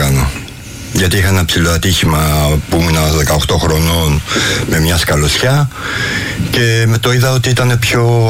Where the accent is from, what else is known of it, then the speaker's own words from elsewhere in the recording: Central Greece, Greece; Στη Φωκίδα, η Τέα Φωκίδας.